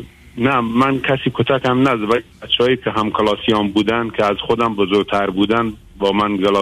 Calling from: Iran; من از ایران هستم، از ایران زنگ میزنم. 56 سالمه، فرزند سوم خانواده هستم.

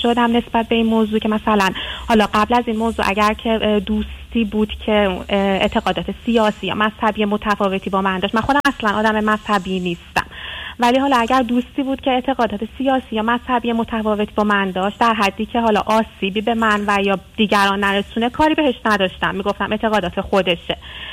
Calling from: Iran; moved away as an adult; من در حال حاضر از یک از کشورهای آسیایی خدمتتون تماس میگیرم ولی 10 ساله که از ایران اومدم و اروپا زندگی میکنم.

